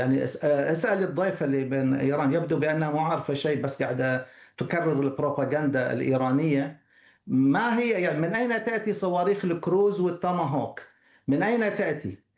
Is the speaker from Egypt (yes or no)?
no; Kuwait; خاصة عندنا في الكويت